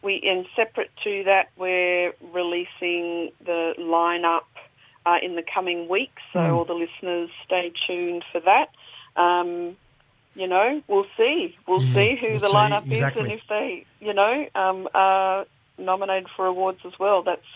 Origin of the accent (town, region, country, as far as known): Alice Springs, Northern Territory, Australia; born or raised there